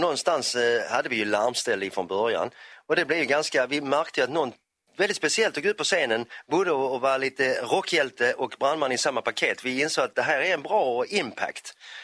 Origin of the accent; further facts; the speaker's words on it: Helsingborg, Skåne, Sweden; Vi är från Helsingborg, hela klanen.